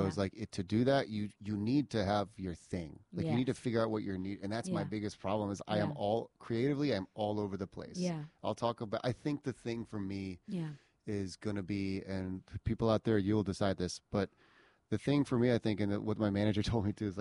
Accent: Indiana, United States; moved away; I'm never Asian enough for the Asian people, especially since I moved out here. But then when, you know, growing up in Indiana, I was that Asian guy in school.

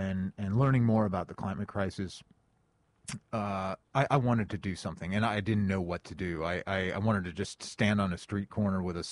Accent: Thousand Oaks, California, United States; I grew up in Thousand Oaks, California, and I grew up hiking and mountain biking in the hills there.

